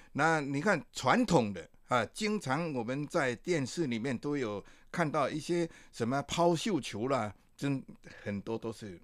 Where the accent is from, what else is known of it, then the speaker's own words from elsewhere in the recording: Fujian, China; 在我们闽南传统